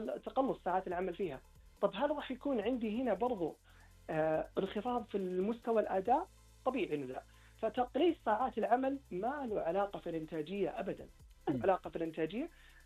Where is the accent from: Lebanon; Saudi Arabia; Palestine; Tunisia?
Saudi Arabia; عندنا في المملكة العربية السعودية